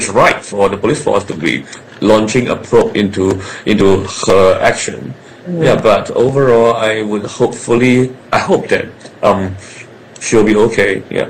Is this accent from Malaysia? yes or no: yes; Malaysia; I'm Malaysian